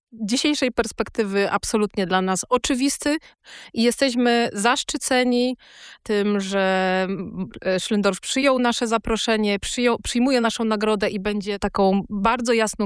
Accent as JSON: {"language": "Polish", "town": "Kraków", "region": "Lesser Poland", "country": "Poland", "said": "Jako krakowianka z pełnym przekonaniem bardzo wszystkim polecam podróż do Warszawy"}